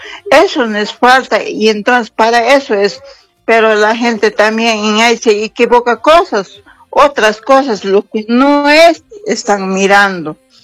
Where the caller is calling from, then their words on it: Cochabamba, Bolivia; de Cochabamba.